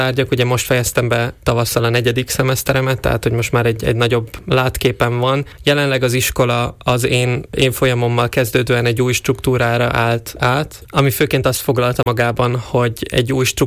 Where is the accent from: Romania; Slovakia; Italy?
Slovakia; Štúrovo, Nitra Region; moved away as an adult; now in Budapest, Hungary; Most töltöttem be a 21. életévemet, egyébként Párkányból származom, oda jártam általános iskolába és gimnáziumba is, jelenleg pedig Budapesten a Nemzetközi Üzleti Főiskolán tanulok